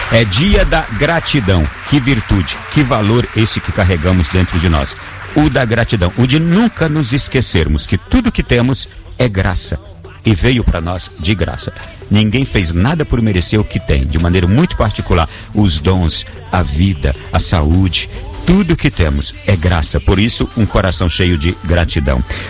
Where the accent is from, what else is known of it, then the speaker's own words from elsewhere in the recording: Pernambuco, Brazil; now in São Luís, Brazil; Estou em São Luís do Maranhão. Obrigado, Ilha Brasileira, Ilha de São Luís do Maranhão. Sou pernambucano do interior de Pernambuco.